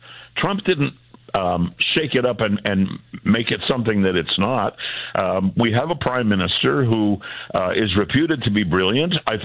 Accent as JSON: {"language": "English", "country": "Canada", "said": "I like being a Canadian"}